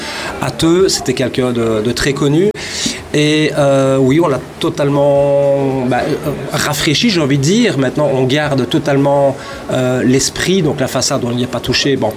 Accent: Liège, Wallonia, Belgium; moved away as an adult; now in Theux, Belgium; En fait, on est tous les deux originaires de la ville de Liège

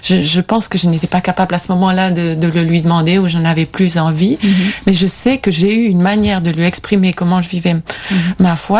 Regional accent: Nîmes, Occitanie, France; Oui, alors je viens d'une famille protestante de Nîmes

